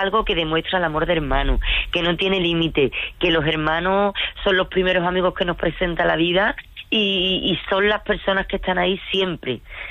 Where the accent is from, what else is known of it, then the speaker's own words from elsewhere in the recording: Écija, Andalusia, Spain; aquí tenemos ya unas temperaturas en mi pueblo, en Écija, de 40 grados